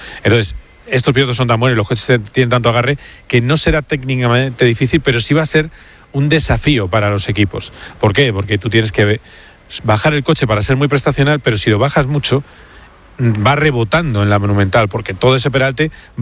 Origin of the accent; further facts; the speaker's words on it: Madrid, Community of Madrid, Spain